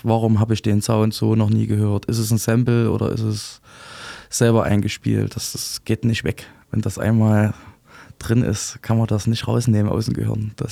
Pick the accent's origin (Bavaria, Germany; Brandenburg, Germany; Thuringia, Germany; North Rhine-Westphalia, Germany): Thuringia, Germany; ich komme aus dem Altenburger Land, auf jeden Fall Provinz. Mhm. Safe Provinz.